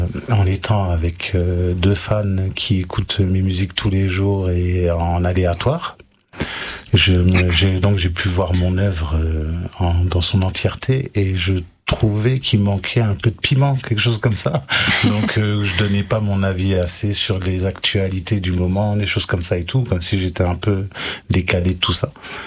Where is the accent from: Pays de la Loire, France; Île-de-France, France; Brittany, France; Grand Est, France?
Grand Est, France; Briey; précisément de Briey.